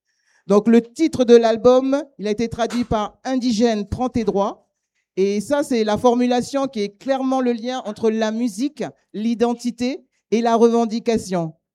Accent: Houaïlou, North Province, New Caledonia; pensez du côté de chez moi à Wawilou. Donc, une pensée du côté de chez moi à Wawilou

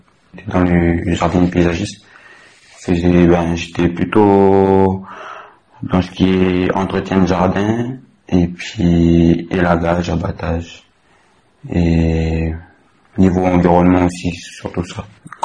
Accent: Lifou, New Caledonia, France; j'ai 20 ans, je suis originaire de Lifou.

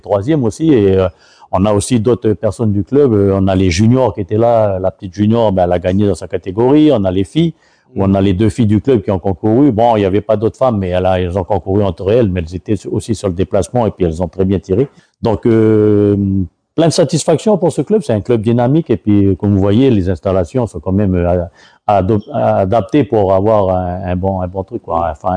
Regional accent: New Caledonia; quand on est calédonien

